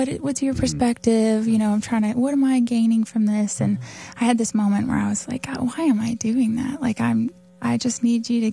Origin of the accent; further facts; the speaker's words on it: Pendleton, Kentucky, United States; now in Louisville, United States; I grew up in Pendleton, Kentucky, actually.